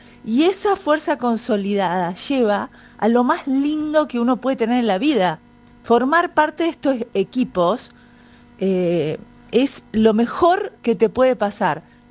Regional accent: Argentina; nosotros somos pasionales los argentinos y podemos ser los peores para los equipos.

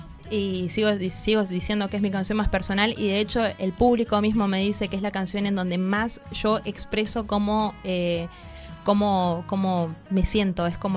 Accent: Trelew, Chubut, Argentina; moved away as an adult; also born or lived in Comodoro Rivadavia; now in Buenos Aires, Argentina; Yo soy de Trelew, o sea, si bien nací en Comodoro, me crié en la ciudad de Trelew, en Chubut.

